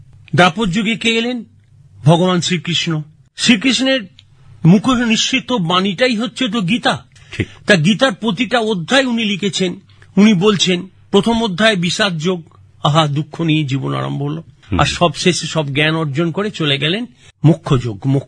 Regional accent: India; আমরা এই ভারতীয়রা

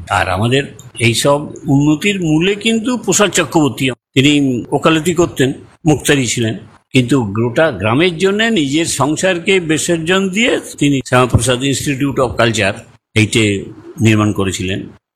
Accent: West Bengal, India; সকল দেশে সেরা আমার জন্মভূমি, বাঁধ দিয়ে ঘেরা, দামোদর ঘেরার ভেতরে যেভাবে আমাদের কষ্ট করে বড় হতে হয়েছে, আমরা ঘরের ছেলে ঘরেতেই রয়েছি

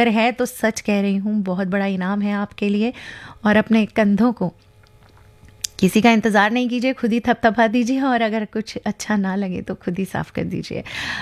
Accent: Amravati, Maharashtra, India; अमरावती से हूँ और जुड़ी रहती हूँ एफएम रेनबो से, और टीवी कम देखती हूँ लेकिन रेडियो बचपन से सुनती हूँ।

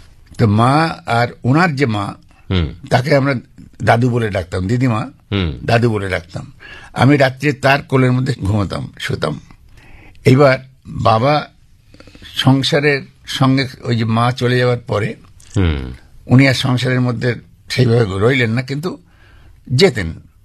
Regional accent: Kolkata, West Bengal, India; born there; also born or lived in Jessore, Bangladesh; তো আমার জন্ম হয়েছিল বেলেঘাটায়, বাপের বাড়ি ছিল যশোরে গোপের ঘাটে।

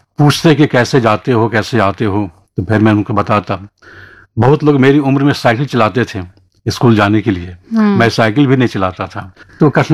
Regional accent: Bihar, India; born there; also born or lived in Sitamarhi (ancestral); मेरा जन्म बिहार में हुआ है। बिहार का एक बहुत ही प्रसिद्ध जिला है, बहुत ही प्रसिद्ध साहित्यकार हुए हैं फणीश्वरनाथ रेणु, जिन्होंने मैला आंचल जैसा उपन्यास लिखा, उनके शहर में मेरा जन्म हुआ।

